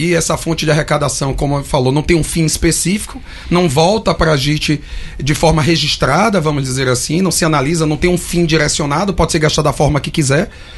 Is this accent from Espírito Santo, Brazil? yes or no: no; Serrinha, Bahia, Brazil; now in Salvador, Brazil; eu sou de Serrinha, leva mais ou menos 10 horas para lá